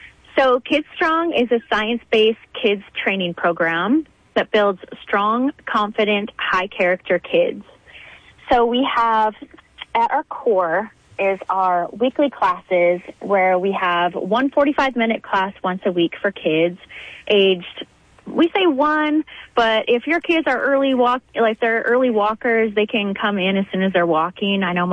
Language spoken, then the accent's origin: English; Midwest, United States; also born or lived in Arizona; now in Sioux Falls, United States